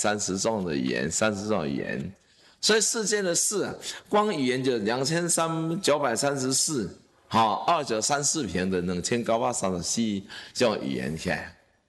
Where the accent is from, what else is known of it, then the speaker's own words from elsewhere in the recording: Taiwan; 然后我是台湾人啊，我不怕唔跟啊！